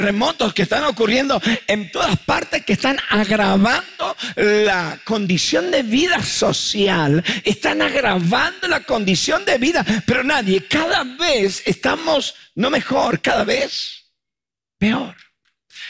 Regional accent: Argentina

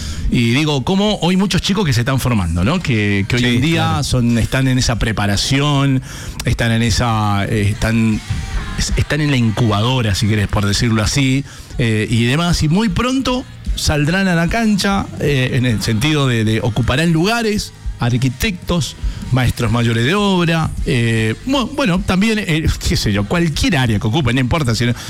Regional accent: Mendoza, Argentina; Y es cierto, yo a mí, de verdad, no lo digo porque soy mendocino.

